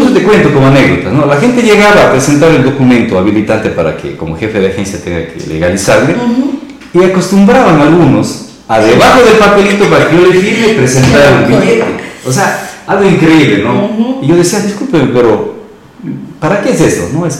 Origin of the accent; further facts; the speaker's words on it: Sucúa, Morona Santiago, Ecuador; moved away as an adult; also born or lived in Cuenca / Macas; esta tierra de Sucúa para mí, yo siempre digo, nunca dejaré a Sucúa, porque Sucúa es una tierra... Una tierra que es mi casa, donde yo nací, crecí.